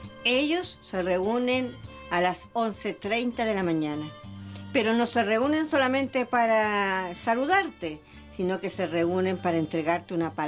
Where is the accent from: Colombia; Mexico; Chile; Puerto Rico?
Chile; Hualpén, Biobío; yo soy de Hualpén